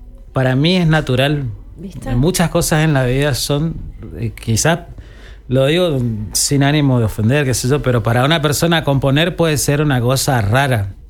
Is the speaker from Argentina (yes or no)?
yes; Corrientes, Argentina; así me crié acá en Corrientes con chamameceros.